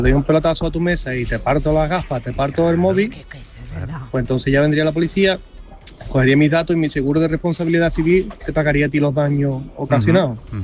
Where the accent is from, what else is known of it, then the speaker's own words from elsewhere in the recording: Cali, Valle del Cauca, Colombia; now in Germany; Os escucho desde Alemania. Soy de Cali, pero os escucho desde Alemania, llevo ya muchos años viviendo aquí.